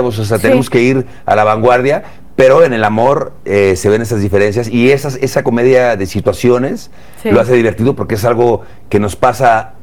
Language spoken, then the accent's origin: Spanish; Querétaro, Mexico; now in Mexico City, Mexico; No, yo no vivo acá, pero yo soy de aquí.